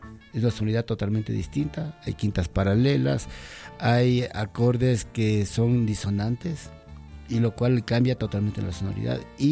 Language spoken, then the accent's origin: Spanish; Ecuador; Está mi tierra linda, el Ecuador.